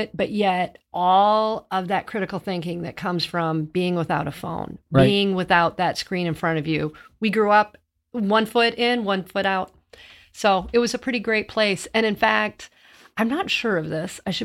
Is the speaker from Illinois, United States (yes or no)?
yes; Erie, Illinois, United States; I grew up in Erie, Illinois.